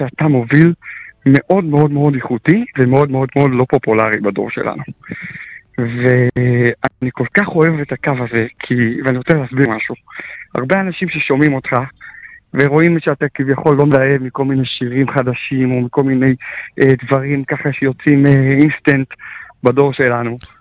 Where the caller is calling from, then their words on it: Jerusalem, Jerusalem District, Israel; אני מירושלים.